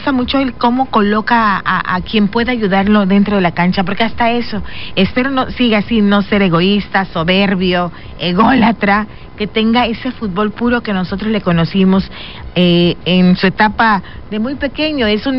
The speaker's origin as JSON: {"language": "Spanish", "country": "Mexico", "said": "nosotros como mexicanos"}